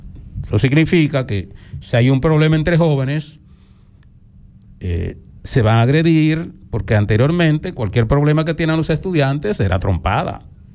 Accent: Dominican Republic

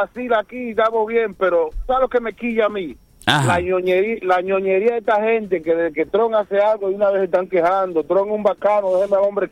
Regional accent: Santo Domingo, Dominican Republic; moved away; yo me crié en Santo Domingo.

